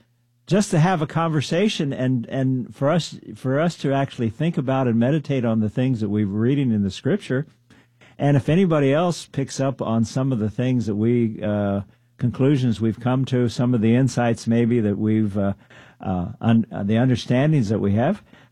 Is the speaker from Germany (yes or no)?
yes; Germany; also born or lived in Turkey; I grew up in living in Germany and Turkey. My dad was in the military. Then I lived out in the Philippines and Indian Ocean on aircraft carriers.